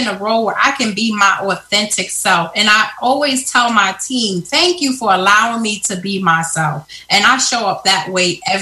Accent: Brooklyn, New York, United States; now in Rochester, United States; So I grew up in Brooklyn. And then came upstate to go to college. And then Rochester has been my home for the last 16 years.

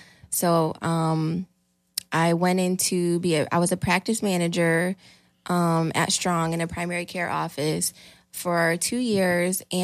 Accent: Rochester, New York, United States; I am born and raised in Rochester. I graduated from East High School in 2008.

